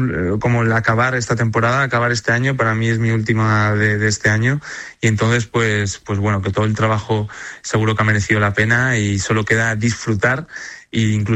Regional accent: Calamocha, Aragon, Spain; Es que al final yo me encuentro muy cómodo en mi tierra. Al final tenemos también, mira, hay una zona en mi pueblo, en Calamocha, que es igual al Cañón del Colorado

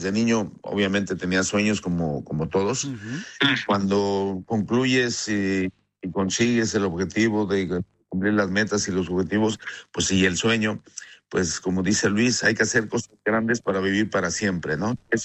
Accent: France; Y yo sí soy francés, así lo comenté con otras palabras, me hubiera deseado enfrentarme a cualquier otro equipo menos a España.

